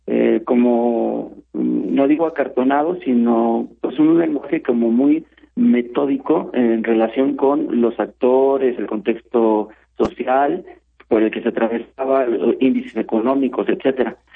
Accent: Valle de Chalco, State of Mexico, Mexico; en mi barrio, que yo vivo en Valle de Chalco, de ahí soy, y viví ahí durante el movimiento estudiantil

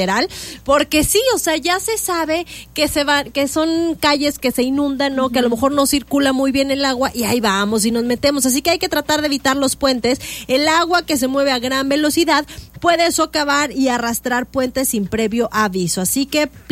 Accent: Reynosa, Tamaulipas, Mexico; moved away; allá en mi pueblo, en mi rancho, ¿verdad? En Reynosa

